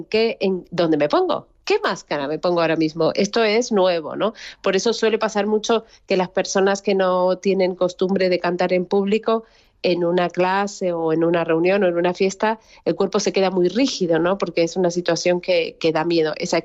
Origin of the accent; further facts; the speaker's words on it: Argentina; now in Spain; Él también es argentino y nos encontramos aquí en España